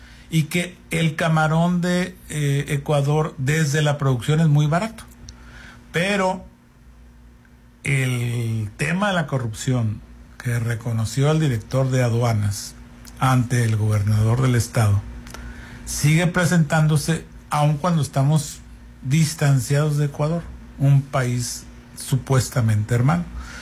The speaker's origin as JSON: {"language": "Spanish", "country": "Mexico", "said": "porque soy pambolero, porque soy mexicano"}